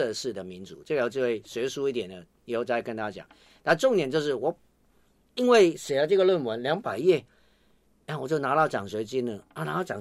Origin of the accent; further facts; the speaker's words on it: Hong Kong; 我们生活在香港好像还蛮幸福的